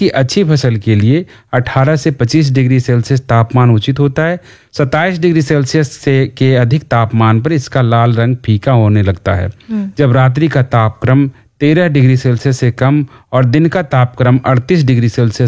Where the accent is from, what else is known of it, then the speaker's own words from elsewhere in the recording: Bihar, India; यानी जो हमारे यहाँ बिहार में खास करके जो ठंडी का समय है इसके फलन के लिए सबसे अच्छा माना जाता है।